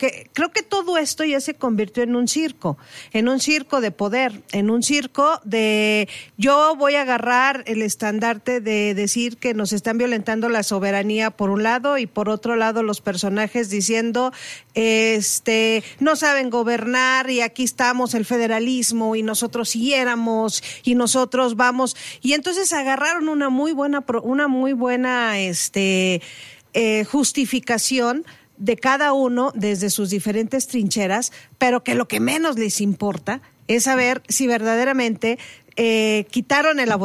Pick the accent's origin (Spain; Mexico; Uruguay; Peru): Mexico; somos nosotros los mexicanos los que vamos a votar y vamos a decidir.